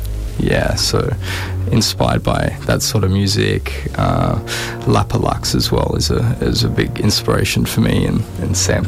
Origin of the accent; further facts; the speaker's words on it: Canberra, Australian Capital Territory, Australia; now in Brisbane, Australia; A great community here in Brisbane too. I came from Canberra, so yeah, the bar was pretty low when I was there.